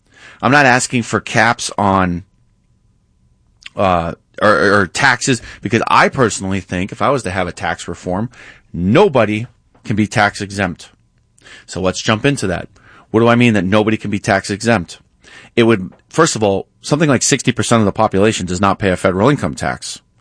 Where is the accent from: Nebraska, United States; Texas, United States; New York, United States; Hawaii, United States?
New York, United States; You know, I grew up in New York.